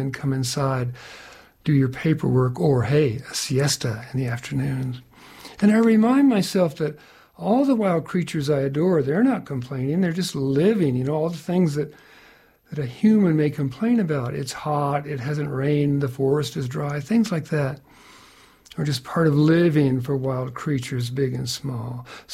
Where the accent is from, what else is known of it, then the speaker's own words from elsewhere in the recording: Eastern United States, United States; now in Arizona, United States; Ms. Mosquiti and I are both our childhood Easterners. We grew up in the East